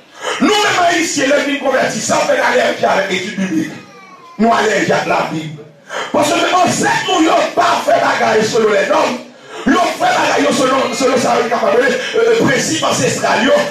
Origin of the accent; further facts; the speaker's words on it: Cap-Haïtien, Nord, Haiti; Oui, je suis du Nord. Je suis capois.